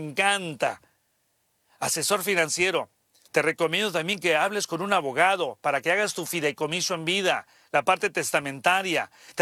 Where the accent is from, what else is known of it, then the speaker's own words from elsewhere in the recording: Mexico; now in United States; somos mexicanos y a mucha honra.